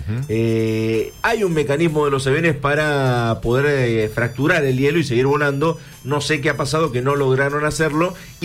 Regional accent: San Juan, Argentina; A mí me preguntaban de dónde sos y yo decía San Juan

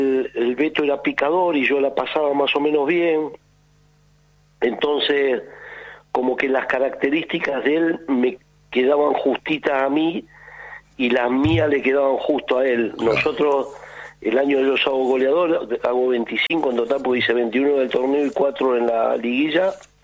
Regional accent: Argentina

